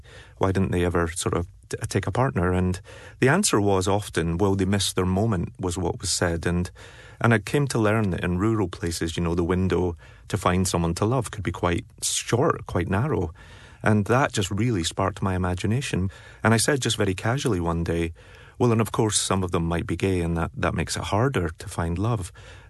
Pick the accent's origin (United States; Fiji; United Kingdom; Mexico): United Kingdom; Glasgow, Scotland; Yes, I mean, I am a Scotsman who grew up in Glasgow, but I had never been to the Outer Hebrides before.